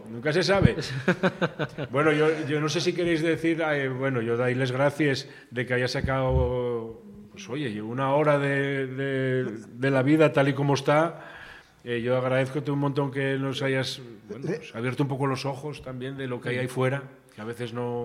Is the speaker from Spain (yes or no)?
yes; Valladolid, Castile and León, Spain; Oye, que soy de Valladolid.